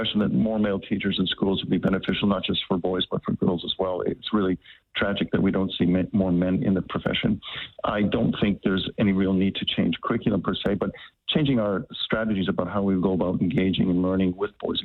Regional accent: Canada; You're right. I am from Canada and I do remember British Bulldog played it very feverishly as a young lad.

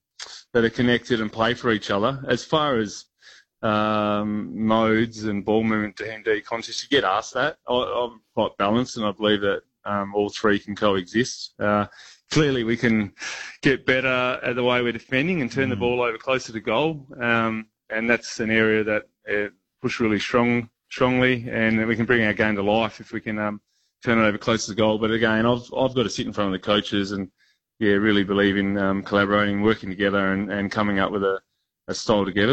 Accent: Fremantle, Western Australia, Australia; I'm from Fremantle and Wharfie, but from the wharf down that way.

